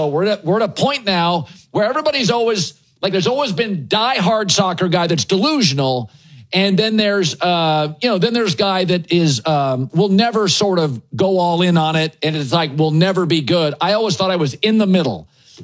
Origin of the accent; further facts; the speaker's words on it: Pacific Northwest, United States; I grew up in the Pacific Northwest.